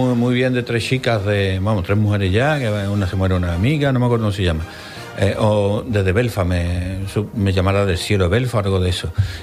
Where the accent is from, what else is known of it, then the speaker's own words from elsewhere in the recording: Andalusia, Spain; porque somos sevillanos, andaluces, tenemos que poner mucha tela.